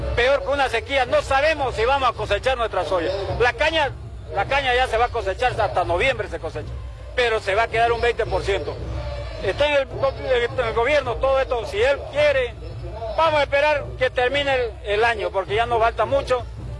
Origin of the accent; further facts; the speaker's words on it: Bolivia; Pocos somos los bolivianos que tenemos coraje. Y queremos a nuestra Bolivia